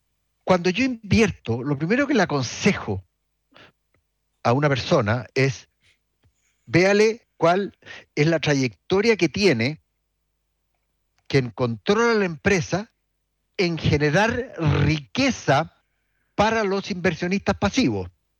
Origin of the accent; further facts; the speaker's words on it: Chile; que somos todos los chilenos